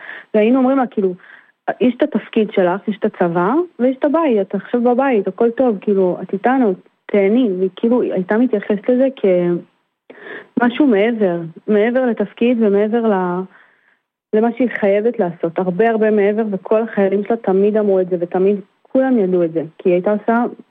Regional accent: Givat Ada, Haifa District, Israel; גדלנו ביחד בגבעת עדה, וסיימנו בית ספר יסודי ביחד בגבעת עדה, ותיכון

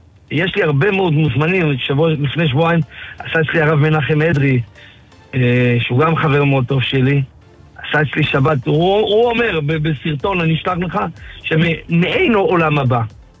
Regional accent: Haifa, Haifa District, Israel; אני אגיד לך, אני גדלתי בחיפה על הכרמל, ואהבתי כל הזמן רק את השכונות.

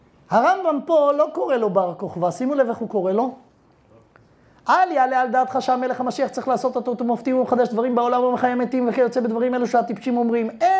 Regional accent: Jerusalem, Jerusalem District, Israel; גם אני ירושלמי. נולדתי וגדלתי בירושלים.

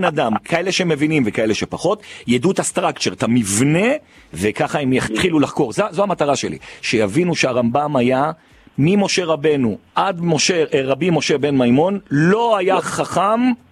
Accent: Jerusalem, Jerusalem District, Israel; לי מותר לומר 200, אני ירושלמי.

